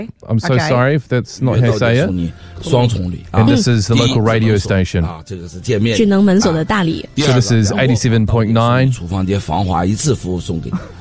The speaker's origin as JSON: {"language": "English", "country": "New Zealand", "said": "I'm from New Zealand."}